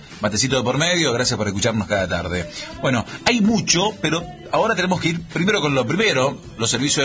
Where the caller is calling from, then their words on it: Rama Caída, Mendoza, Argentina; Un saludo a la chica Malargue